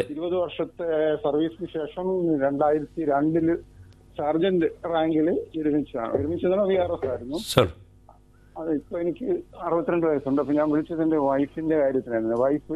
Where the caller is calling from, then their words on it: Kottayam, Kerala, India; ഞാൻ കോട്ടയത്ത് നിന്നാണ് വിളിക്കുന്നത്.